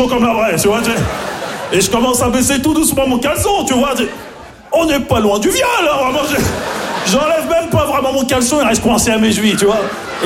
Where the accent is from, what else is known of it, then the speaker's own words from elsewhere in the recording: Maisons-Alfort, Île-de-France, France; Non, c'est pas facile, parce que j'ai grandi à Maison Alfort, en plus, tu vois, dans le 9-4, tu vois